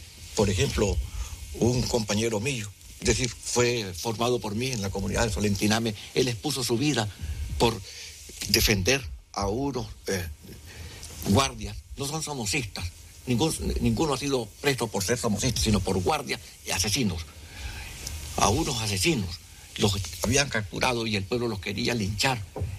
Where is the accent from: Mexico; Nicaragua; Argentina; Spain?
Nicaragua